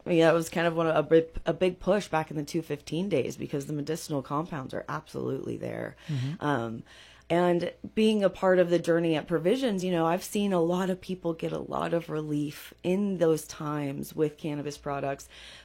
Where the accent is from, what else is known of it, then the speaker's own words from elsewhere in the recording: California, United States; when we were young, growing up in Nevada County, there was some of the best weed growing up in North San Juan or in people's backyards.